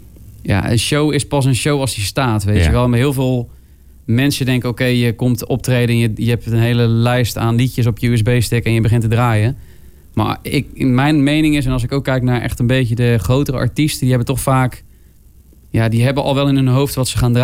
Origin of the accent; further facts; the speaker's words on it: Bergen op Zoom, North Brabant, Netherlands; ik kom uit Berg op Zoom.